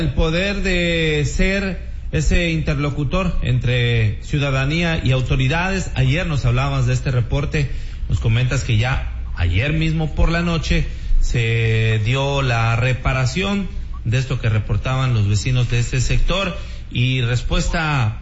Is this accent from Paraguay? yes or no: no; Mexico; de sentirnos obviamente como mexicanos en este mes, en mes patrio.